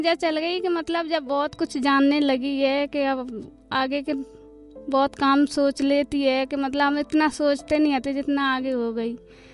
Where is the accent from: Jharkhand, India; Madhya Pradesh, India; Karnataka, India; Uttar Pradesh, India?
Uttar Pradesh, India; Jalaun district; moved away as an adult; now in Delhi, India; मैं यूपी की रहने वाली हूँ। 3 बच्चे हैं मेरे, जिला जालौन है।